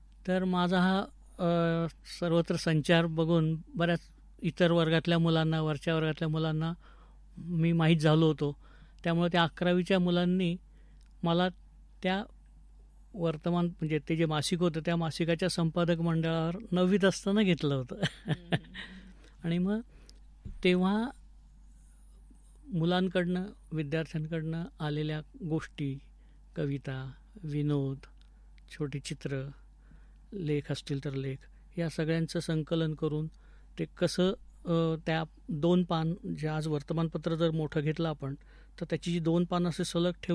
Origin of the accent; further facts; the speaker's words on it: Ahmednagar, Maharashtra, India; born there; also born or lived in Raver, Jalgaon district, Khandesh; मी मूळचा रावेर, जिल्हा जळगाव, खान्देशमधला। माझं बालपण 9-10 वर्षापर्यंतचं तिथे गेलं, त्यानंतर मात्र मी नगरमध्येच आलो आणि नगरमध्येच वाढलो।